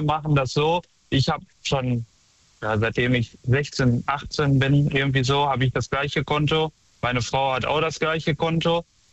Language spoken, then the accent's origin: German; Unna, North Rhine-Westphalia, Germany; Ja, ich komme aus Unna, das ist bei Dortmund.